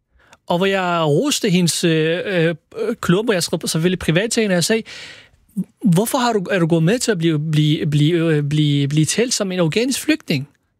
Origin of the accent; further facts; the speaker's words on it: Iraq; now in Denmark; jeg er født og opvokset i Irak, men jeg er dansk i hjertet, og jeg føler mig ikke mindre dansk end alle andre ude i samfundet.